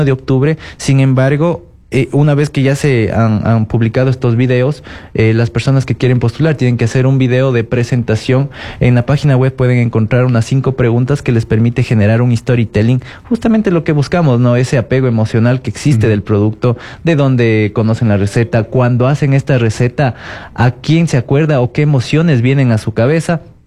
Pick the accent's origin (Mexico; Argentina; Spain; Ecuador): Ecuador; now in Quito, Ecuador; Espero que participen personas de aquí, de Quito.